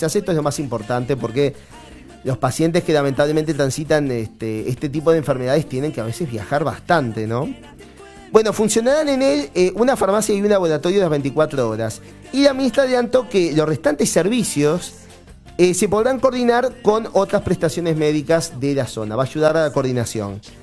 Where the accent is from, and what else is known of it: Uruguay